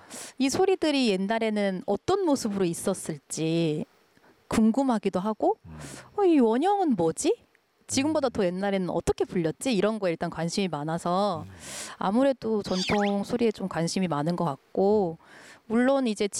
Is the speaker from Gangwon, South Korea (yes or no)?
no; Incheon, South Korea; 네, 저는 인천에서 계속 네. 태어나서 줄곧 자랐거든요.